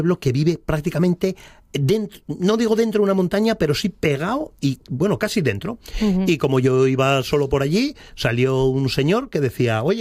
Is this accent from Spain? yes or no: yes; Asturias, Spain; soy de Asturias, yo vine aquí